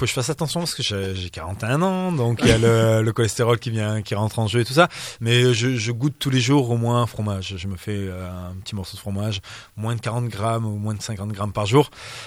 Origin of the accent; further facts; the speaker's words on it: France; parce qu'on est français.